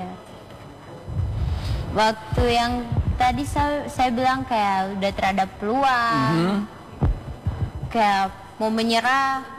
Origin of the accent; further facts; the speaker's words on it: Eastern Indonesia, Indonesia; Apalagi kan kita dari Indonesia Timur kan dikenal